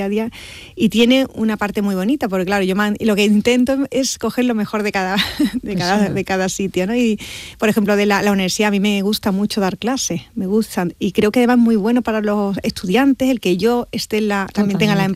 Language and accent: Spanish; Andalusia, Spain; Hay que estar aquí. Entonces, tengo que sembrar aquí. Yo en eso soy muy andaluza y quiero generar desde aquí